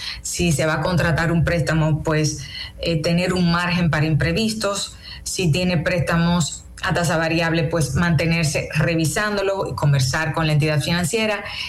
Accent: Dominican Republic; entender cómo ciudadano y como dominicano, cómo esto nos afecta

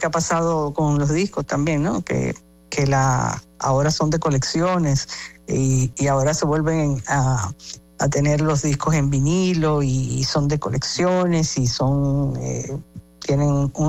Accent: Dominican Republic; Tenemos un reto como dominicano con el tema del visado

